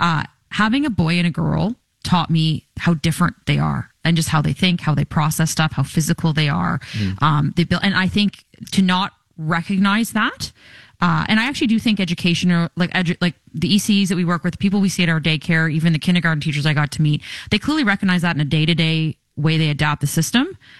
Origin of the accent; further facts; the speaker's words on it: Amherstburg, Ontario, Canada; I have my stick on the ice because of where I grew up in Amherstburg and all those things.